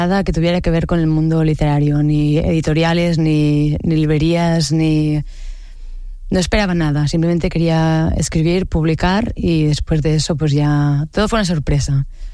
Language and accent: Spanish; Barcelona, Catalonia, Spain; born there; yo soy nacida en Sants, en el barrio de Sants, que es evidentemente muy urbanita